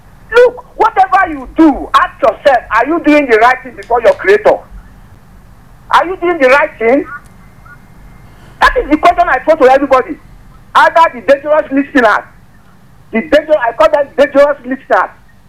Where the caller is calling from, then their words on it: Lagos, Nigeria; I'm calling you from Lagos.